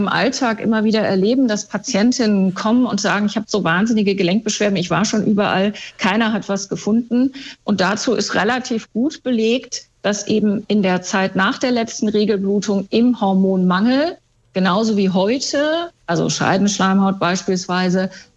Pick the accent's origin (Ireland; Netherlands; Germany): Germany; Northern Germany; ich komme ja hier aus dem Norden